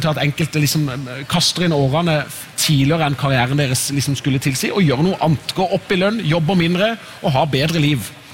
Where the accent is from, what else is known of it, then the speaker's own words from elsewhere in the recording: Agder, Norway; now in Oslo, Norway; når jeg hjemme på Sørlandet på bygda der jeg kommer fra, masse flott der, det ikke det at det et elendig sted, men det annerledes enn den virkeligheten jeg lever I Oslo.